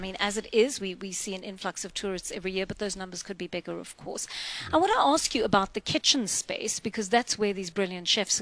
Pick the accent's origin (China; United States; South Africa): South Africa